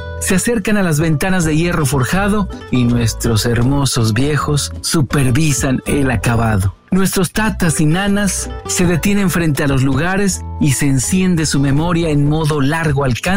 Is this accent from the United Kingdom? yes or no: no; Mexico